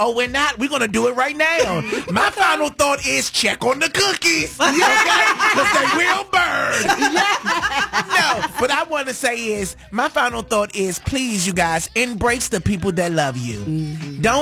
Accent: Atlanta, Georgia, United States; I'm grew from Atlanta.

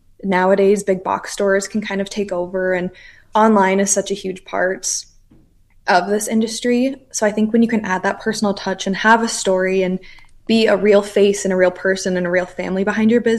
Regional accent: Belle Fourche, South Dakota, United States; Yes. So I was born and raised in Belle Fourche. So I've been here my whole life.

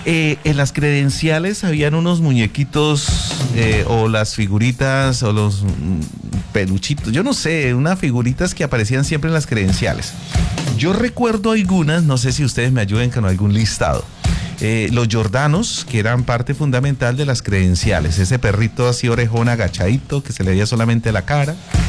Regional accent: Bucaramanga, Santander, Colombia; yo soy de Bucaramanga y mi adolescencia fue en los 90s.

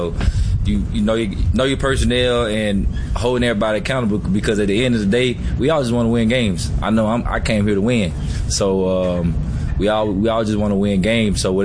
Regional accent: Mississippi, United States; Cause I mean, I'm from Mississippi. I don't have trouble anymore, but I've had trouble before with guys not understanding some of the things that I say.

